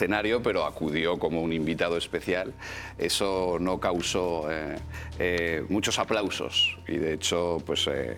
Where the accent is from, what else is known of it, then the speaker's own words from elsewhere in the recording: Aragon, Spain; Yo soy de Aragón